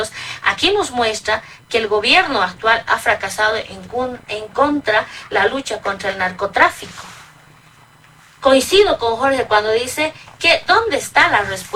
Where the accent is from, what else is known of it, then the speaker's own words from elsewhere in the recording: Bolivia; nos hacen quedar mal como Estado boliviano